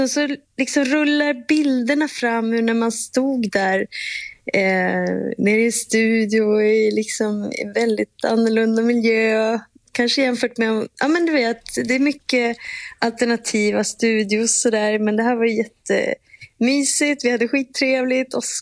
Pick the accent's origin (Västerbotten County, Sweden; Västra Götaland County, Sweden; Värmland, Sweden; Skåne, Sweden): Västerbotten County, Sweden; Umeå; moved away; also born or lived in Stockholm; Och jag är från Umeå.